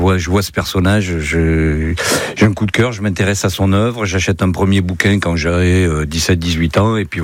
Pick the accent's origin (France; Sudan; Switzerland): France; Nouvelle-Aquitaine; je suis né juste à côté de Sarlat, dans un village qui est en face du château de Fénelon, en face de Sainte-Mondane. Je suis né à Simérol. J'habite aujourd'hui Calviac en Périgord, qui est en face du château de Fénelon.